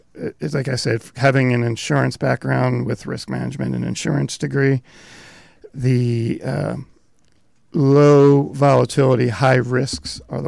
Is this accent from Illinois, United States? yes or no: no; Pennsylvania, United States; we were growing up in Pennsylvania